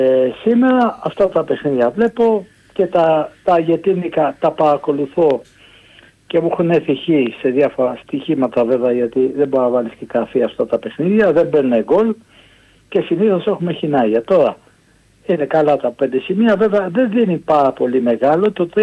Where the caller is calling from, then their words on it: Chaidari, Attica, Greece; Τι γίνεται … από το Χαϊδάρι.